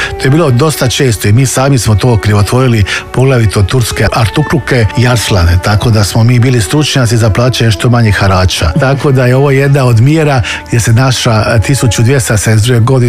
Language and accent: Croatian; Dubrovnik, Dubrovnik-Neretva County, Croatia; a mi iz Dubrovnika smo imali nekakve privatne veze